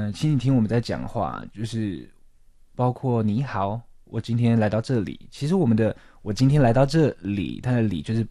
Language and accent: Chinese; Taiwan; 所以对我来说，作为华人或者是这样，比如说我是台湾人。